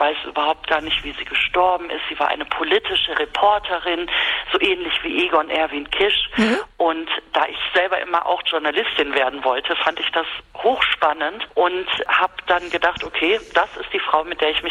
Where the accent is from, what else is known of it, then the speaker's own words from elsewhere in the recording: Düsseldorf, North Rhine-Westphalia, Germany; now in Munich, Germany; ich lebe in München und ich komme eigentlich aus Düsseldorf. Da habe ich studiert, Germanistik und Politik